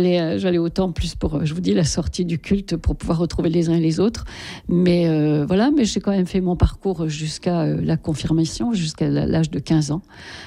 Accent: eastern France, France; Je suis née et j'ai grandi dans l'est de la France, mais mon père était juif pied noir d'Algérie.

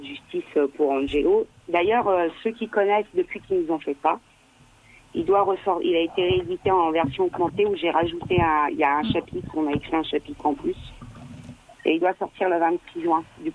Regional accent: France

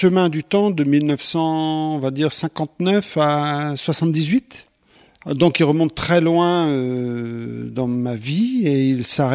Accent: Brittany, France; moved away; Les petites villes s'appellent des bourgs chez nous, parce que je viens de Bretagne.

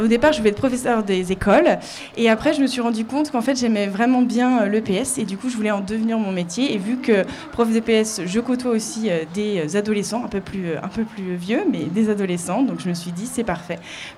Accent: Angers, Pays de la Loire, France; also born or lived in Paris; now in Laval, France; de base, je suis d'Angers, angevine, et j'ai été mutée sur Paris

